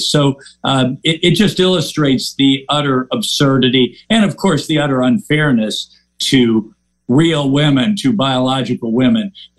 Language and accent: English; Missouri, United States; There was actually a case in, I'm from Missouri.